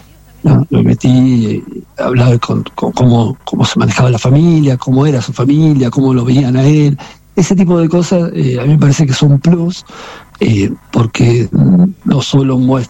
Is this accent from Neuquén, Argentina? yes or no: no; La Plata, Buenos Aires Province, Argentina; la mayoría somos del Pinche Rata de acá. Bueno, que tiene esas costumbres platenses muy muy marcadas, él y toda su familia, lo que para mí también era una cosa importante, porque me identifico también como platense.